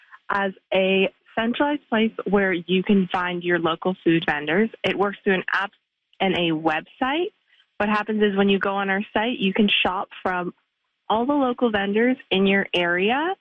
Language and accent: English; Calgary, Alberta, Canada; Yeah, so I'm from Calgary. I didn't grow up on the farm. I grew up in the city